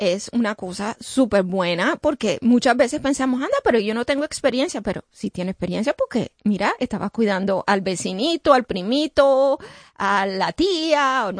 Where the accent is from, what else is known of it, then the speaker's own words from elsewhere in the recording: Colombia; yo soy colombiana